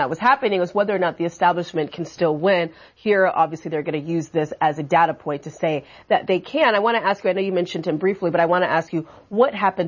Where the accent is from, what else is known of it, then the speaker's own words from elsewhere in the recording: Midwest, United States; I'm from the Midwest, big Midwest town.